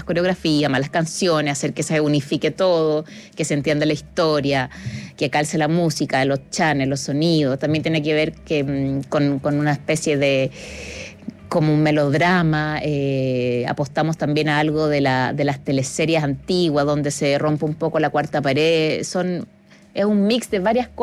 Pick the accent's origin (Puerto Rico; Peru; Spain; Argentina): Spain; Y nosotras dos con Emilia Noguera somos las españolas que venimos a dejar un poco la...